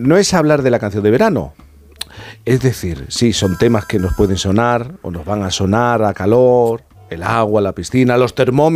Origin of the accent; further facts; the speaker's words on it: Sanlúcar de Barrameda, Andalusia, Spain; ¡Hombre, Sanlúcar, a mi tierra!